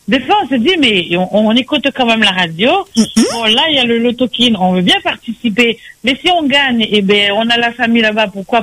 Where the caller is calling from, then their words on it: Toulouse, Occitanie, France; Donc, j'appelle de Toulouse.